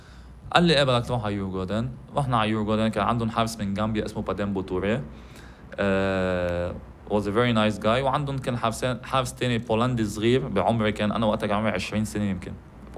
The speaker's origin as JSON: {"language": "Arabic", "country": "Lebanon", "said": "نحن لحالنا لبنانيه بيض"}